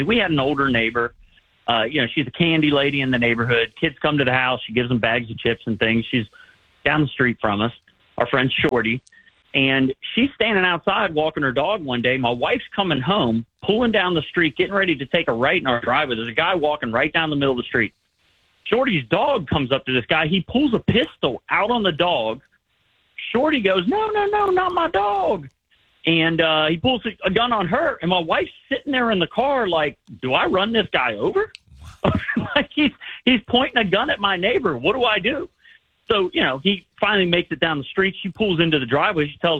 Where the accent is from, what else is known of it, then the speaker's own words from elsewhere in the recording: Cincinnati, Ohio, United States; I grew up in Price Hill in the 90s, and crime was really bad back then.